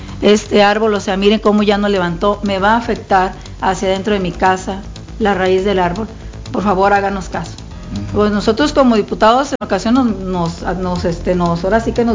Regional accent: Colima, Mexico; yo soy del municipio de Colima

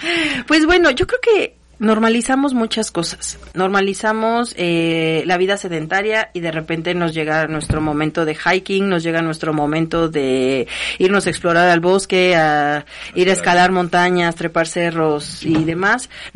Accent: Mexico; hoy es el momento de apoyar como mexicanos

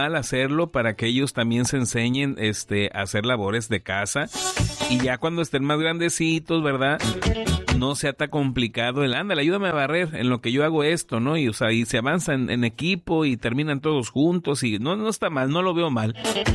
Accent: Mexico; ya ven cómo somos los mexicanos

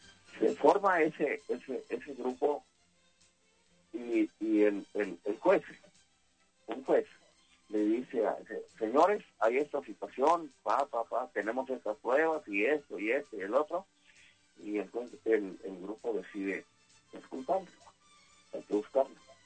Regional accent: Mexico; yo soy un ciudadano mexicano como muchos de ustedes

